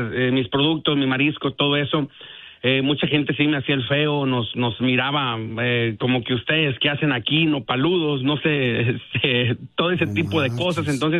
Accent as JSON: {"language": "Spanish", "town": "Tepic", "region": "Nayarit", "country": "Mexico", "lives_now": "United States", "said": "nosotros somos de Nayarit, del estado de Nayarit, de la parte de Tepic, parte costera también de Santiago Ixcuintla, Nayarit."}